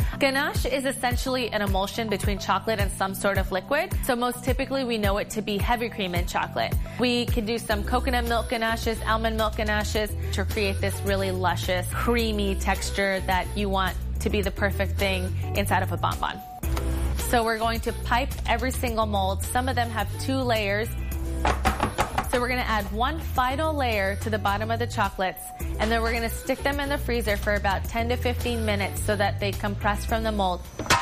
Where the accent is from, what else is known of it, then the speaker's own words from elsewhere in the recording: Texas, United States; I was born in Texas, raised here, but my parents are from Pakistan.